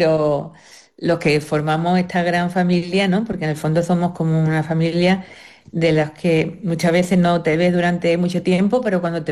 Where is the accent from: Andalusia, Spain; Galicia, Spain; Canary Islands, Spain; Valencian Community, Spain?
Andalusia, Spain; Jerez de la Frontera; cada vez que voy fuera y decimos que somos de Jerez